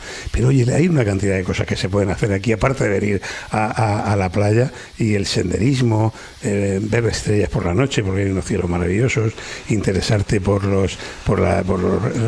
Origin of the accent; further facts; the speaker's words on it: Region of Murcia, Spain; Llega el verano y os quiero hablar de mi tierra, de Murcia, de la región de Murcia